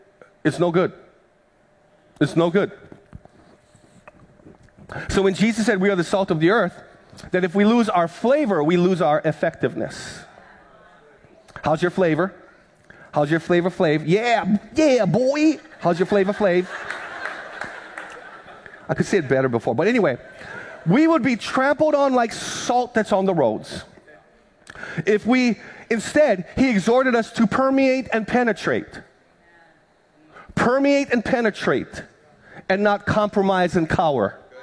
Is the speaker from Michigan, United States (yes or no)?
no; Hawaii, United States; But back when I was growing up on the Big Island, my Filipino grandma would go to the ice box